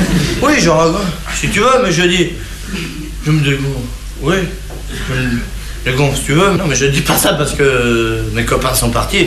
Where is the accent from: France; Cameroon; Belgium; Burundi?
France